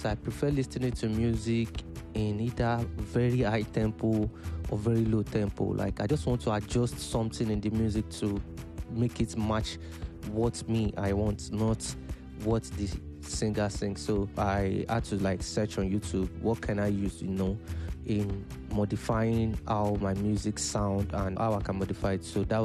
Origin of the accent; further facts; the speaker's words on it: Lagos, Nigeria; born there; I was born in Orile Igomu, Lagos, Nigeria.